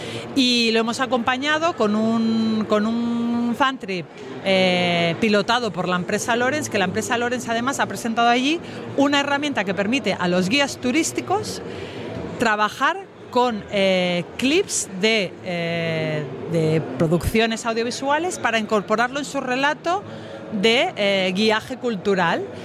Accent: Cantabria, Spain; Cantabria lo recomiendo muy mucho, y mi pueblo en particular.

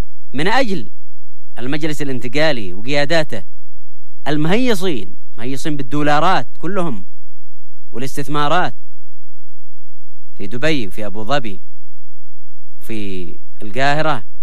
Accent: Yemen; احنا كيمنيين نتآخى نتسامح نتصالح،

